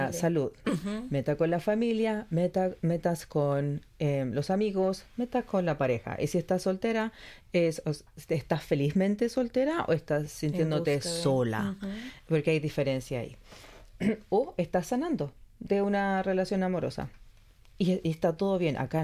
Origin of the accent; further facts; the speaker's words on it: Chile; now in Australia; Yo soy chilena, por tanto yo tenía que empezar a hablar un español más neutro.